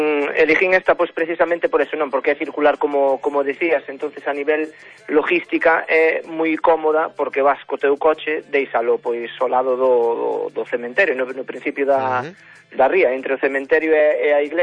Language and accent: Galician; Vimianzo, Galicia, Spain; bueno, pues eu son de Vimianzo, sí, pero vivo en C